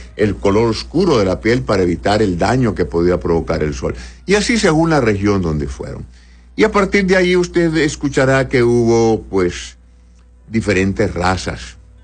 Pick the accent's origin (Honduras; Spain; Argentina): Honduras; Todos los hondureños que vivimos en Honduras somos hondureños.